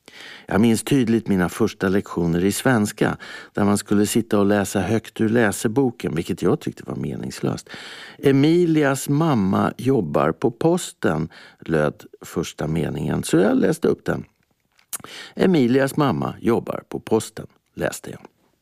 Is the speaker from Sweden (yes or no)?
yes; Stockholm, Stockholm County, Sweden; min barndom och uppväxt i Tanto på Södermalm i Stockholm på 70-talet.